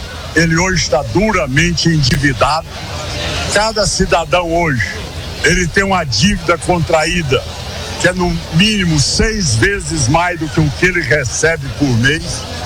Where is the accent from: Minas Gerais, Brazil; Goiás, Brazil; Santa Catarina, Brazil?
Goiás, Brazil; Nós hoje batemos no peito em qualquer lugar do Brasil e falamos, nós somos goianos.